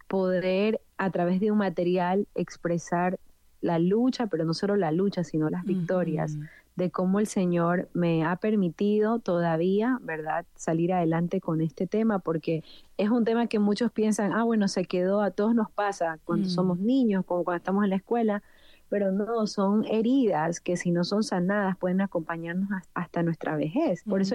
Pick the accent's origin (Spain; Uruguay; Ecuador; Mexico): Ecuador; Guayaquil, Guayas; moved away as an adult; now in Florida, United States; Yo vivía en Guayaquil, Ecuador.